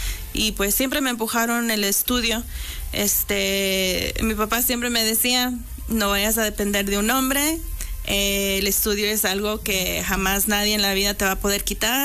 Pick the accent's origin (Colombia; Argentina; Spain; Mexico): Mexico; now in United States; en el estado de Nueva Jersey, de hecho soy la única mexicana.